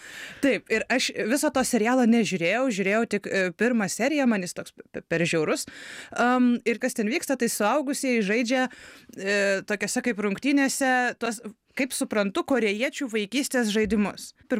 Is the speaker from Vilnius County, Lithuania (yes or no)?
yes; Vilnius, Vilnius County, Lithuania; Pati užaugau šiaip net nedaugia bučio kieme, bet vis tiek mieste, Vilniaus centre pačiame.